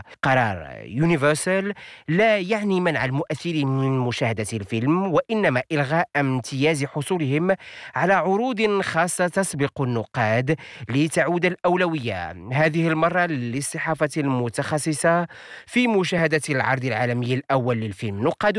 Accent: Morocco

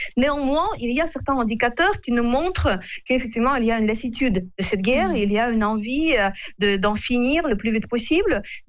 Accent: Russia; indicateur que moi, je vois en tant que Russe, parce que je suis les réseaux sociaux russes tous les jours

